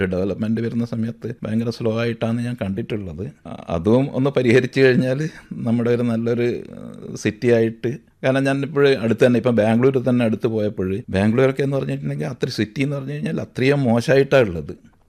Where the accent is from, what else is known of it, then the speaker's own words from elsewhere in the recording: Thalassery, Kerala, India; moved away as an adult; also born or lived in Ahmedabad; now in Kozhikode, India; ഞാൻ കോഴിക്കോട് വന്നത് 2000-ലാണ്. എൻ്റെ സ്വദേശം തലശ്ശേരിയാണ്.